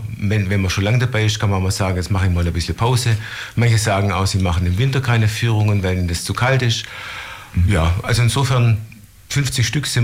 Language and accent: German; Baden-Württemberg, Germany; now in Ulm, Germany; bin 55 Jahre alt, bin aber ein reingeschmeckter Württemberger aus dem Stuttgarter Raum. Man hört es auch, sagt man mir